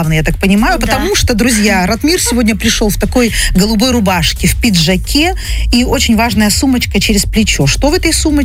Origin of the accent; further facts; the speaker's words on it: Krasnodar Krai, Russia; я кубанская казачка.